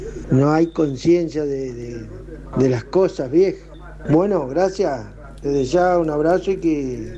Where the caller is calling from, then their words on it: San Benito, Argentina; Yo soy acá de San Benito y hoy estaba escuchando la radio.